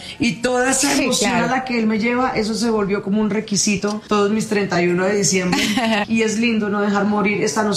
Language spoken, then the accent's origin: Spanish; Colombia; also born or lived in Cali; Es la forma en que en ese momento nos hace sentir como colombianos.